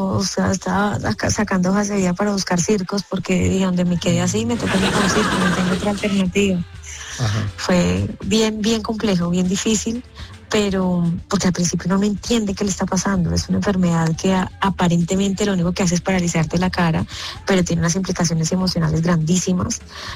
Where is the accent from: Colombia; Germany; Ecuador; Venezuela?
Colombia; Caribbean Region; Guineo verde, venteado. Yo soy costeña, entonces como guineo verde venteado.